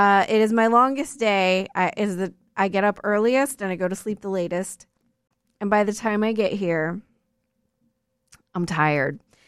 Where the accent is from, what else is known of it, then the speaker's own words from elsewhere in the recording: Nashville, Tennessee, United States; fun fact, I am from Nashville